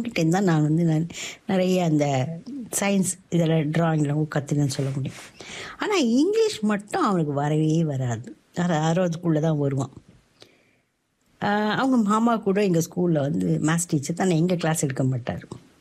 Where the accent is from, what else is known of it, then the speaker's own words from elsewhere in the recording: Vellore, Tamil Nadu, India; நான் வேலூர்